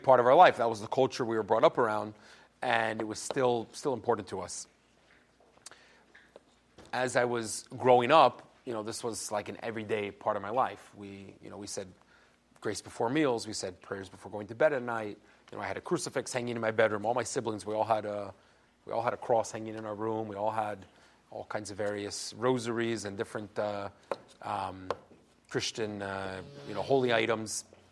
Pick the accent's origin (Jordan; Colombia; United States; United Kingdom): United States; York, Pennsylvania; I'm from Pennsylvania. I'm from a small city in Pennsylvania called York. And York, PA, is a fairly non-Jewish area.